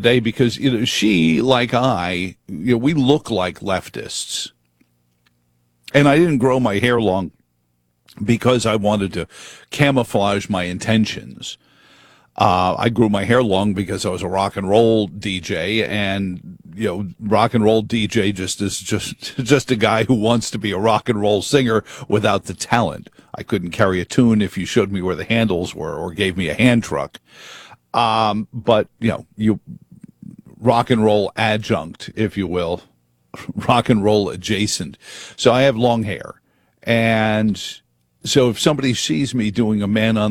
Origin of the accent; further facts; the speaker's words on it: New York City, New York, United States; I grew up in New York City, and I lived through the Rudolph Giuliani election